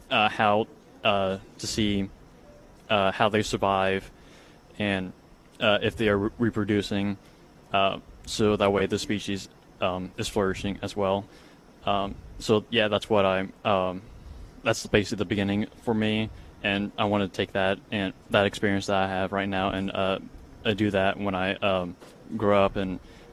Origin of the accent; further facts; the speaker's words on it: Bridgeport, West Virginia, United States; So I'm from Bridgeport. I live about 30 minutes away